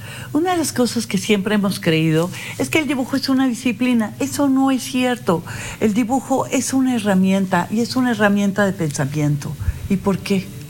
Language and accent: Spanish; Mexico City, Mexico; born there; regreso a Aguascalientes y lo digo de veras de corazón, es mi segunda tierra. Uh-huh. Yo nací allá en la Ciudad de México